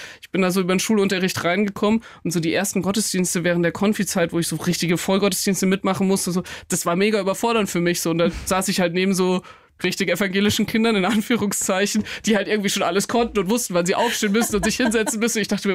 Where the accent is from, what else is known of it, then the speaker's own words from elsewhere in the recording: Nittenau, Bavaria, Germany; Ich meine, ich bin in Nittenau aufgewachsen, das ist wirklich mitten im Bayerischen Wald, also in der Oberpfalz.